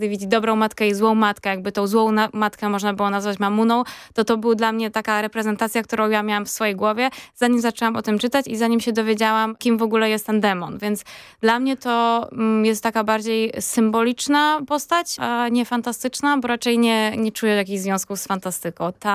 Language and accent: Polish; Kraków, Lesser Poland, Poland; Wychowywałam się w Krakowie, tak.